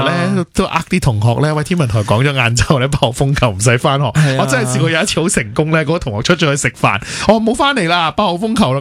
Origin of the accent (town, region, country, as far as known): Hong Kong